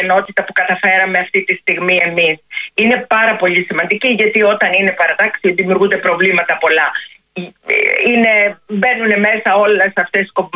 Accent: Garipa, Heraklion, Crete, Greece; now in Attica, Greece; είμαι από το Ηράκλειο της Κρήτης, από κάποιο συγκεκριμένο χωριό το που λέγεται Γαρίπα.

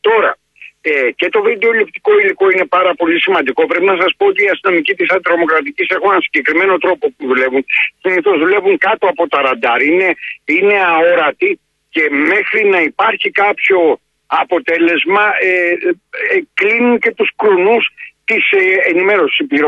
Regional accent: Peloponnese, Greece; όπως λένε και στο χωριό μου στην Πελοπόννησο

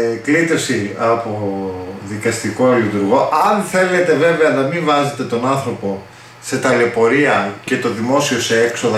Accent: Greece; born there; γιατί γεννήθηκα στην Ελλάδα και δεν μ' αρέσει, ρε φίλε, που με κλέβει ο Μητσοτάκης.

